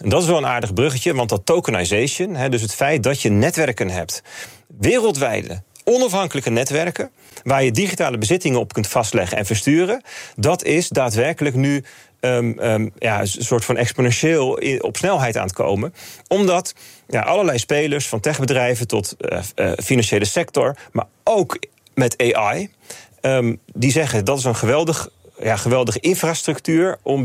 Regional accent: Netherlands

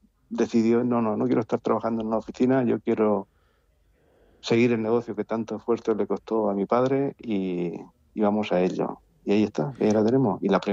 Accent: Orihuela, Valencian Community, Spain; Yo soy de la Vega Baja, de Orihuela, pero estoy absolutamente enamorado del campo de Elche.

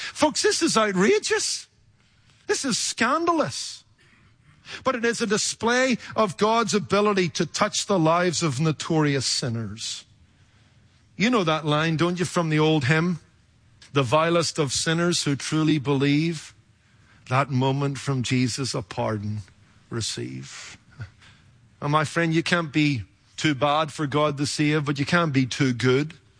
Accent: Northern Ireland, United Kingdom; I saw something of this growing up in Northern Ireland in a culture that was divided.

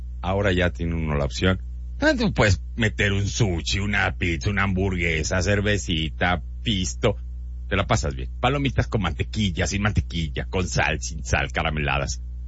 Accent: Mexico; moved away; normalmente como mexicanos, y me van a perdonar toda la gente local, pero no estamos, tengo 15 años viviendo aquí

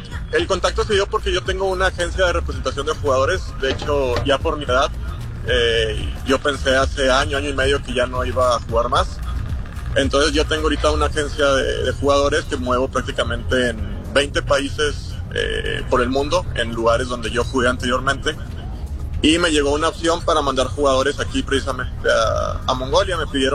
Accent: Mexico; Latinos hay argentinos, brasileños, Ahora ya somos tres mexicanos y europeos hay muy pocos.

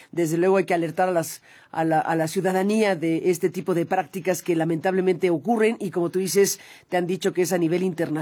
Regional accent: Mexico; yo tengo doble nacionalidad, yo soy mexicana y española, entonces tengo que ir a España.

